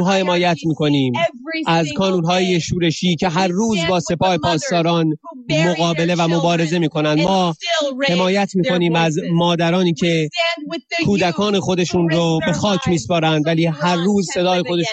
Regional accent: Iran; من در ایران بزرگ شدم.

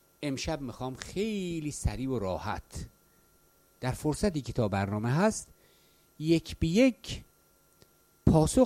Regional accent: Khorasan, Iran; now in Sweden; اهل خراسانم و مسلمان و فرزند ایرانم، تکرار میکنم اهل خراسانم مسلمانم فرزند ایرانم.

